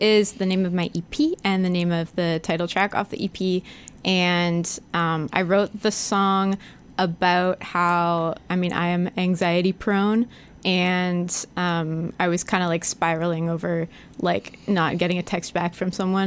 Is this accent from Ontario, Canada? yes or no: yes; Burlington, Ontario, Canada; I'm from Burlington, so I've been going my whole life.